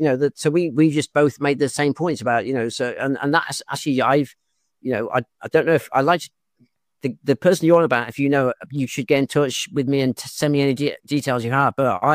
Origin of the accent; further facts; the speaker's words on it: England, United Kingdom; in the 80s, just think, we as an English country, we didn't have the internet and stuff.